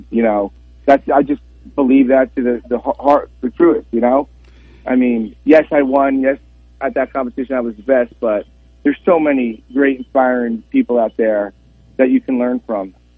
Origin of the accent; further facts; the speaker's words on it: New York, United States; growing up in New York